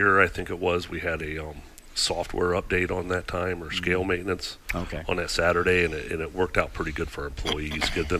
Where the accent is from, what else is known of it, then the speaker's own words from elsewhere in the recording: Bowling Green, Ohio, United States; I'll tell people a lot of times I'm from Bowling Green, because they tell them Signet.